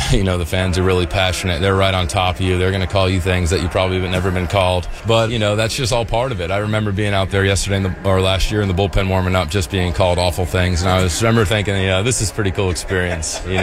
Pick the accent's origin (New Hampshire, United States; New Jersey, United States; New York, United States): New York, United States; Growing up in New York, getting to pitch in the World Series my first season